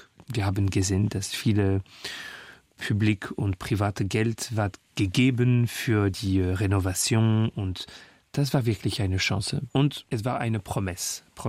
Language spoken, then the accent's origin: German; Paris, Île-de-France, France; born there; German is a second language; Weil ich singe ein paar Kilometer von wo ich geboren bin, in Clinique des Lilas, bei einem 20. Arrondissement.